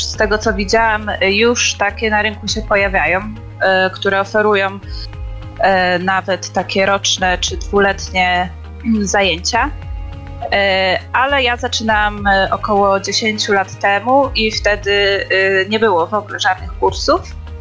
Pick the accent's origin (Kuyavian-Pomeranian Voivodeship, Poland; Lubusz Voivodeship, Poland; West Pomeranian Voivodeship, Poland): West Pomeranian Voivodeship, Poland; Koszalin; pochodzę z Koszalina.